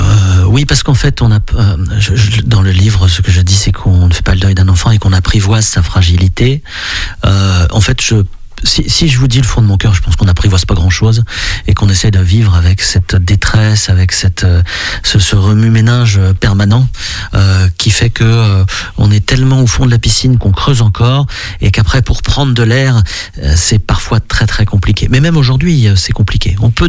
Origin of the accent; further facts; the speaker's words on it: Crozon, Brittany, France; also born or lived in Paris region; now in Vendée, France; je suis de Crozon même, comme on dit, dans mon Finistère, et je tiens aussi à ces racines-là qui sont vraiment très importantes pour moi